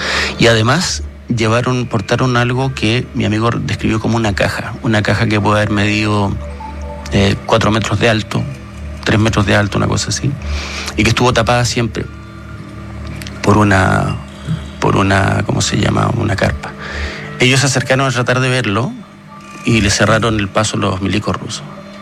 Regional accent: Magallanes and Chilean Antarctica, Chile; now in Santiago, Chile; yo soy de Magallanes

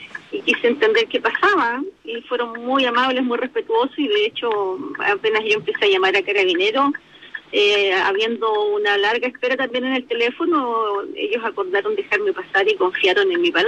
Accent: Santiago, Santiago Metropolitan Region, Chile; Vamos viajando a Santiago, porque nosotros somos de acá de Santiago.

